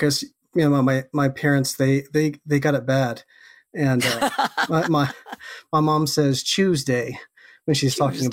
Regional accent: Canton, North Carolina, United States; also born or lived in Athens, Georgia; So I was born in Athens, Georgia. But my parents, when I was quite young, my parents moved to Western North Carolina. And so I grew up in a small town called Canton, which is just outside of Asheville, North Carolina.

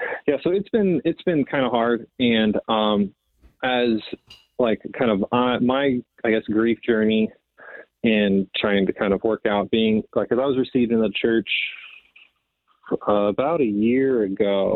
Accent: Fort Wayne, Indiana, United States; Raised in Fort Wayne. So I'm a Hoosier through and through.

